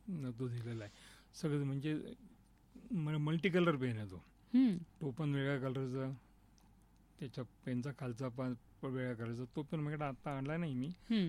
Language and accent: Marathi; Ahmednagar, Maharashtra, India; born there; also born or lived in Pune / Nashik; मूळचं मी नगरचाच आहे. इथं नगर आपल्या जिल्ह्यामध्ये अकोलम म्हणून एक गाव आहे, ते अकोला तांबळण नावाचं एक खेडेगाव आहे. तिथं आमची पूर्वीच्या आमची जी पूर्वीची पिढी होती ती त्या ठिकाणची होती.